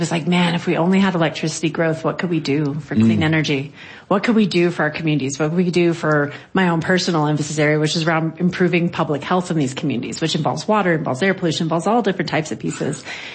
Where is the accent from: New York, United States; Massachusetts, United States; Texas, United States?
Texas, United States; I'm from Texas.